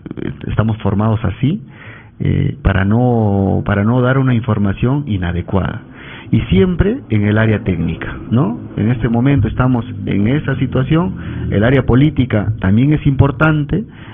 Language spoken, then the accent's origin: Spanish; Huánuco, Peru; soy huanuqueño de nacimiento, de corazón, y de verdad adoro mi tierra